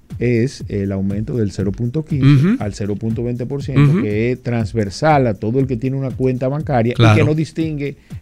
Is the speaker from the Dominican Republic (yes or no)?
yes; Dominican Republic; en un sistema tributario como el dominicano, donde habemos 11 millones de ciudadanos, no es un país relativamente grande